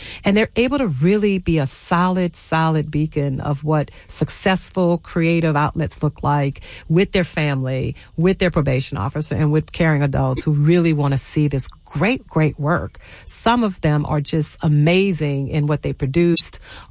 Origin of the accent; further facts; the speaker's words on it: New Orleans, Louisiana, United States; I grew up, I'm from New Orleans originally. I didn't grow up in one of the best neighborhoods in the city.